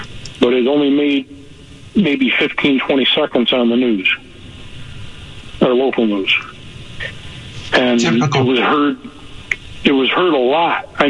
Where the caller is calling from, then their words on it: New York, United States; So I'm right in central New York.